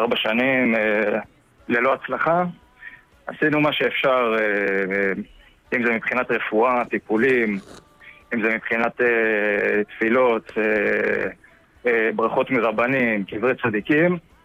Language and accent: Hebrew; Ness Ziona, Central District, Israel; אני מנס ציונה.